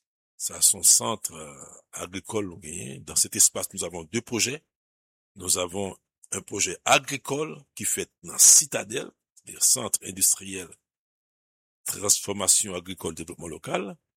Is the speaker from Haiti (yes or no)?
yes; Haiti; En tant qu'haïtien, nous pas capables de supporter Argentine.